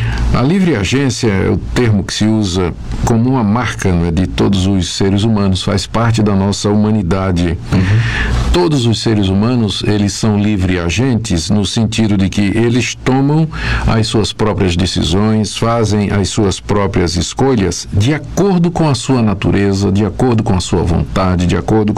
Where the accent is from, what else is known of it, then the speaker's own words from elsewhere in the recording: Recife, Pernambuco, Brazil; A cidade onde eu cresci.